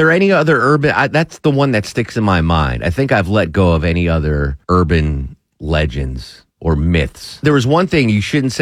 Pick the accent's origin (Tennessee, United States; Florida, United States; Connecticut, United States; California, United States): Connecticut, United States; Torrington; I come from Torrington, Connecticut. It's a small little hamlet. There wasn't much crime. It was just a nice little town. Mill town. Blue collar. You know, it was just, a fantastic place to grow up.